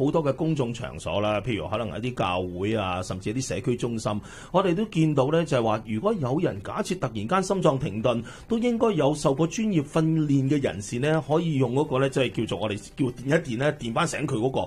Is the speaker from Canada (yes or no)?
yes; Canada; 甚至壓榨我哋加拿大。